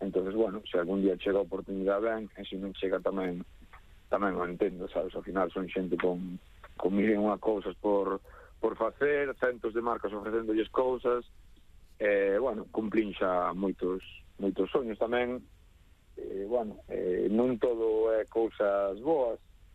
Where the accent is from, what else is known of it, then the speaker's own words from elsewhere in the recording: Cedeira, Galicia, Spain; son aquí de Cedeira, teño os pés moi na terra